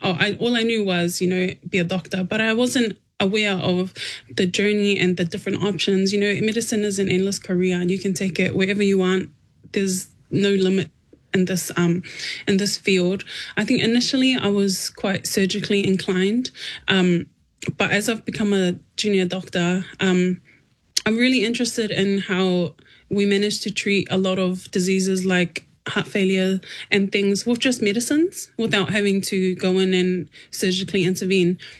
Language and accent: English; New Zealand; even though we grew up in New Zealand